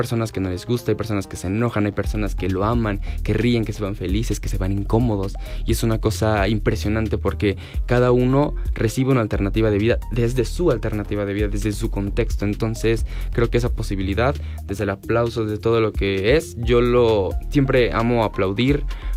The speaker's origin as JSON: {"language": "Spanish", "town": "Coatepec", "region": "Hidalgo", "country": "Mexico", "said": "vengo de Coatepec, de Hinojosa, está a un lado de Tulancingo."}